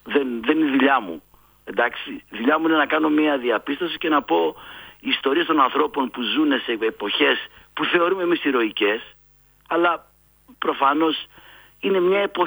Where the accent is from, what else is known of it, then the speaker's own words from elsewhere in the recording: Thessaloniki, Central Macedonia, Greece; αφού είμαι από Θεσσαλονίκη.